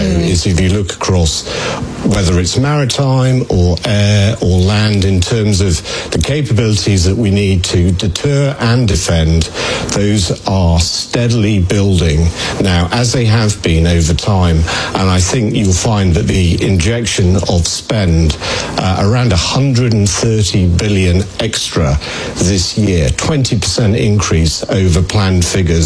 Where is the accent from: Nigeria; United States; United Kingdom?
United Kingdom; as a Brit